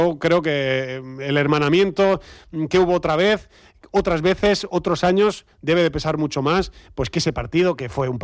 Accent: Andalusia, Spain; pues verdaderamente somos andaluces

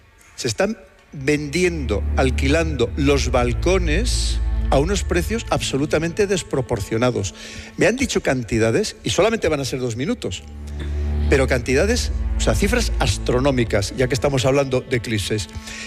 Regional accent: León, Castile and León, Spain; Yo soy de León, como bien es conocido, y León dice que es uno de los sitios donde mejor se va a poder observar el eclipse.

